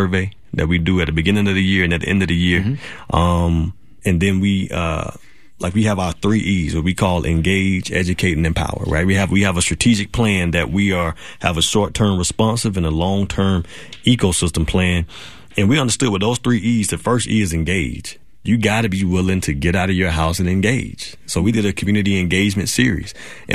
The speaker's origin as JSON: {"language": "English", "town": "Newberry", "region": "South Carolina", "country": "United States", "tie": "born or raised there", "said": "So I had to like remind myself of where I grew up in Newberry, South Carolina."}